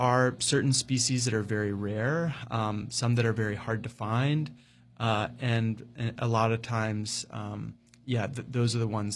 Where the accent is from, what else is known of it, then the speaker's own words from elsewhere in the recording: North Carolina, United States; I'd spent my life growing up in the North Carolina mountains